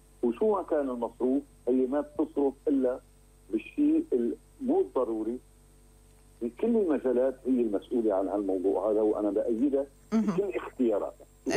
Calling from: Aleppo, Aleppo Governorate, Syria

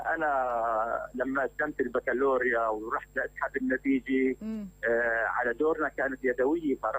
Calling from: Homs, Homs Governorate, Syria

